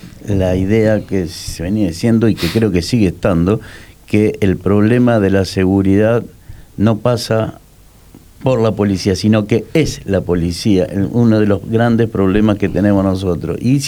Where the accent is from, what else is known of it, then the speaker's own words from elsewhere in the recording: Santa Fe, Argentina; born there; Casi frente a mi casa que, donde yo nací